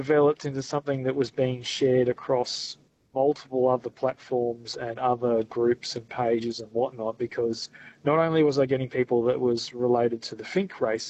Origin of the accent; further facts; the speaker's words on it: Perth, Western Australia, Australia; moved away; I was from Perth and I worked in FIFO, so it was hard to just even sort of meet people.